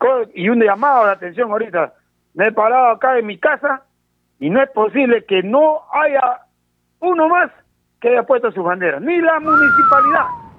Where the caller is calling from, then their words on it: Ite, Tacna, Peru; para mi distrito querido Ite